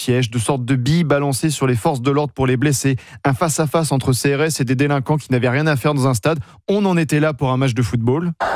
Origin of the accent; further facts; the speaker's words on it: Nantes, Pays de la Loire, France; born there; Je suis né à Nantes. Le FC Nantes, c'est mon club, celui de mon enfance.